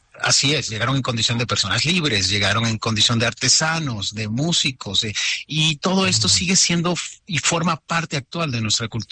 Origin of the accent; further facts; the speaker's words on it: Mexico; born there; Yo nací en México hace 50 años y siempre tengo la sensación de que me hace falta algo para completar el paquete completo.